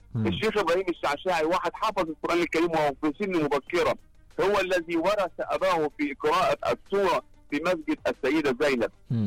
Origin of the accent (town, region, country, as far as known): Egypt